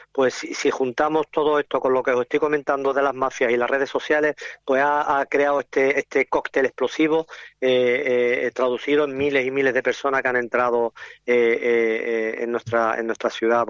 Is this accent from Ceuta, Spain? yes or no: yes; Ceuta, Spain; Yo como ciudadano, yo soy de aquí de Ceuta